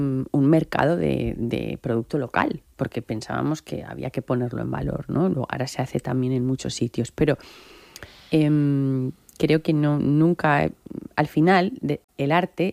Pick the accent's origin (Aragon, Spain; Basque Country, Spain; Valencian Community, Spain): Aragon, Spain; Caspe; also born or lived in Madrid; now in Torralba de Ribota, Spain; Yo crecí en Caspe, en medio del campo.